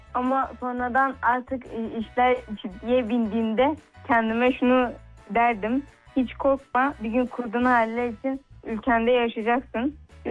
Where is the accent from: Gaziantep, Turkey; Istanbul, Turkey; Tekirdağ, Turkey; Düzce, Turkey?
Gaziantep, Turkey; born there; 16 yaşındayım. 2010 Gaziantep doğumluyum.